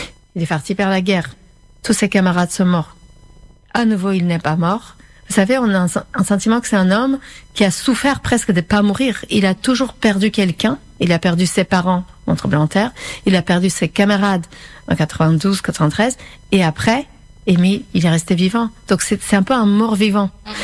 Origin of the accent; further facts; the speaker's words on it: Yerevan, Armenia; moved away; si je viens d'Yerevan, j'ai un lien très fort avec Gyumri.